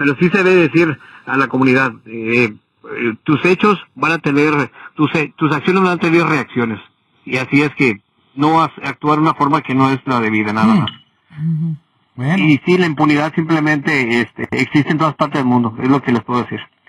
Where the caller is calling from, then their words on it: Escobedo, Nuevo León, Mexico; desde Escobedo, Nuevo León